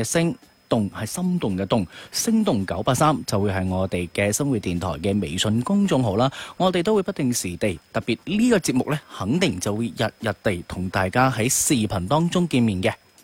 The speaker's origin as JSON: {"language": "Cantonese", "region": "Guangdong", "country": "China"}